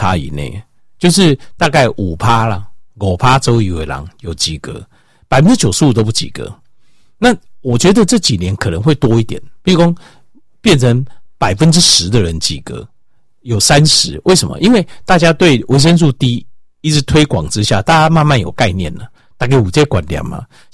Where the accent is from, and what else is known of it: Taiwan